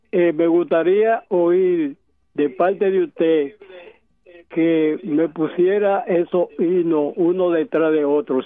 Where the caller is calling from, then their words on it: Dominican Republic; soy dominicano.